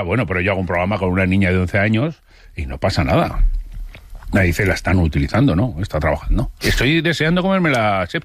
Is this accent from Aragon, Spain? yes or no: yes; Zaragoza, Aragon, Spain; soy de Zaragoza